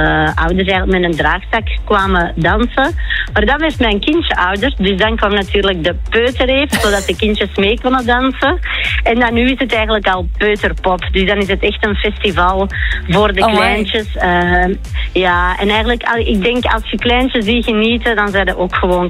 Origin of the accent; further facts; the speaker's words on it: Merksem, Antwerp, Belgium; born there; Ik ben geboren in Merksem en vanaf dat ik de vrijheid had, dat school gedaan was, pakte ik de tram 3 naar de stad.